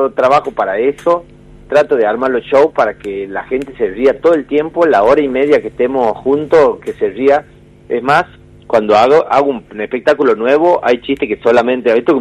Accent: northern Argentina, Argentina; Soy el Darín del norte argentino.

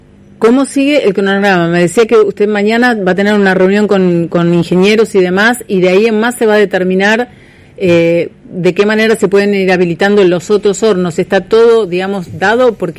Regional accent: Santa Fe, Argentina

